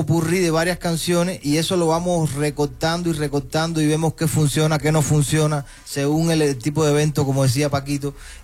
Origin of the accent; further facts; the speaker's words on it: Cuba; now in Mexico; Porque vengo allá de Cuba.